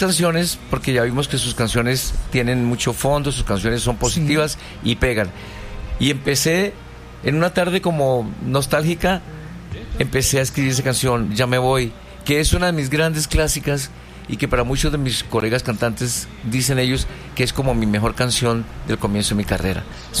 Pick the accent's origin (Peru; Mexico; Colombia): Colombia; Fusagasugá, Cundinamarca; also born or lived in Melgar, Tolima; yo nací en Melgar, departamento del Tolima, pero mi mamá se separa de mi papá, y de 3 añitos ella nos trae a Fusagasugá, a la casa de los abuelos. Entonces yo estudié, viví mi infancia, mis estudios primarios en la ciudad de Fusagasugá, que es donde yo tengo mis amigos